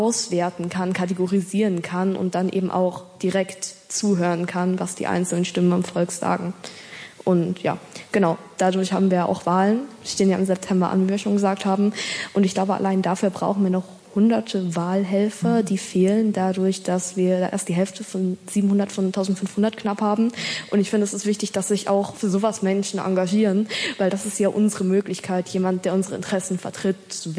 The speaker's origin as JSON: {"language": "German", "town": "Rostock", "region": "Mecklenburg-Vorpommern", "country": "Germany", "said": "ich bin 14 Jahre, ich komme aus Rostock."}